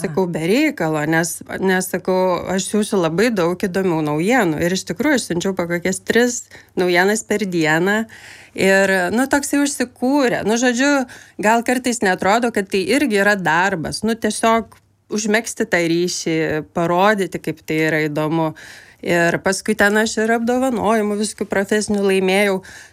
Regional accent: Vilnius, Vilnius County, Lithuania; Tikrai aš užaugau Aklųjų rajone Vilniuje

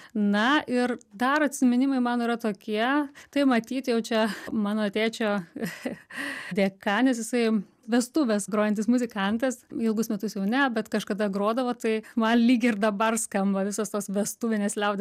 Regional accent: Pasvalys district, Panevėžys County, Lithuania; now in Germany; Nors aš gimiau taip pačiam Pasvalyje, tie patys pirmieji meteliai buvo miestelėje pačiame, o tada jau pavykus susigražinti mano senelių statytus namus, mes išsikrausim jau į Tetervinus.

